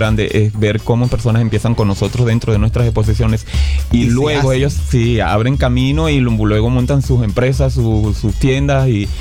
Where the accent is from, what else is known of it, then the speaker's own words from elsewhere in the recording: Maracaibo, Zulia, Venezuela; Como todo maracucho, nos encanta la comida sabrosa.